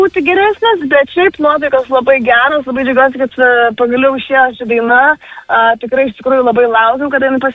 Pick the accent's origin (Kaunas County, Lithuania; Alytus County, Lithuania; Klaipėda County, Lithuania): Klaipėda County, Lithuania; Šilutė; aš pati esu iš Šilutės, kas yra, jeigu neklyst, nuo Jakų žiedo apie 47 kilometrus.